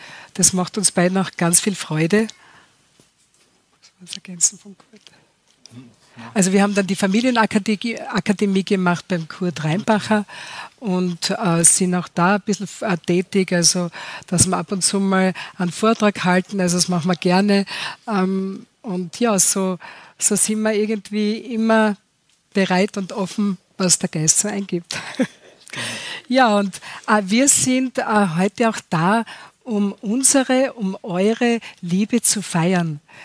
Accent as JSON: {"language": "German", "town": "Graz", "region": "Styria", "country": "Austria", "said": "wir kommen aus Graz, sind schon viele Jahre glücklich verheiratet"}